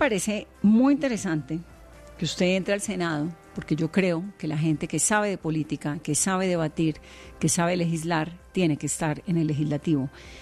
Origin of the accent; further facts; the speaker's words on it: Colombia; ¿Cómo hago para comprender, como colombiana, ni siquiera como periodista